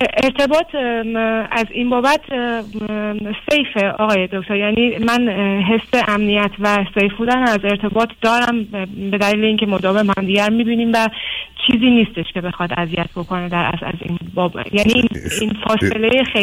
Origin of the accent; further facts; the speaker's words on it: Iran; moved away as an adult; now in Germany; من 33 سالمه آقای دکتر. از سال 2019 از ایران به طور غیرقانونی مهاجرت کردم آلمان، پناهنده شدم اینجا.